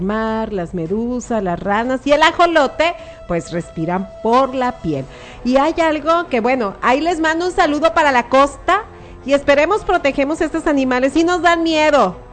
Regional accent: Tecuala, Nayarit, Mexico; De Tecuala, ¿eh? Pues somos de Tecuala.

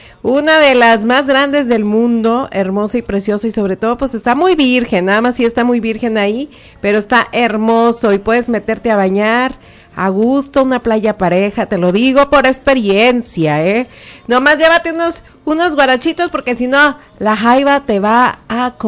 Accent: Nayarit, Mexico; somos mexicanos y sobre todo nayarita

